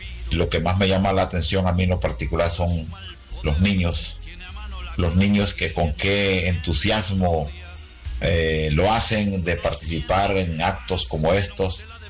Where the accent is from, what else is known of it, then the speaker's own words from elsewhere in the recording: Honduras; Resiento como hondureño que el próximo 15 de septiembre celebrarán todos los centros educativos con sus desfiles patrios